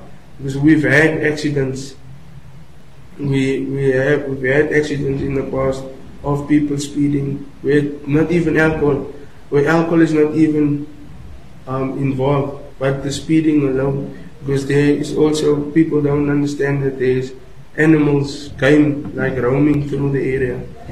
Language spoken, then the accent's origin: English; Western Cape, South Africa; I'm from Goedgevaag. It's a town near Pieketburg. It's close to Langebaan. I'm not from Langebaan. It's close to Langebaan, but there it's also unknown. I'm not from a city